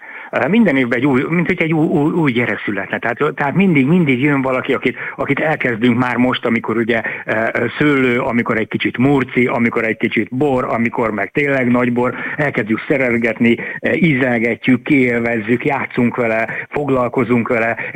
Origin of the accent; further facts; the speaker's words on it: Balatonszabadi, Somogy, Hungary; born there; én nagyon jó helyre születtem, ugyanis itt születtem